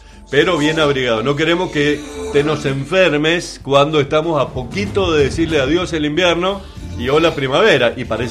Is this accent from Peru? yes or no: no; Maipú, Mendoza, Argentina; Agua nieve, bueno, yo que vengo de los pagos de Maipú también.